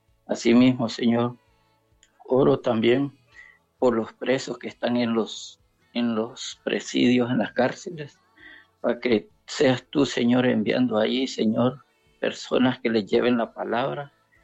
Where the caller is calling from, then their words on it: San Pedro Sula, Cortés, Honduras; De San Pedro Sula, siempre.